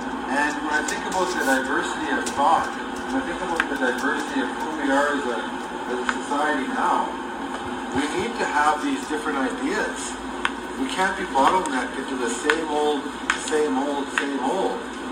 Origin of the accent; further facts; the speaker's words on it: Slippin River, Ontario, Canada; I come from Slippin River, which is a little community north of Lake Huron. I grew up in the bush mostly and lived a life of hunting and fishing and all that, trapping, making maple syrup.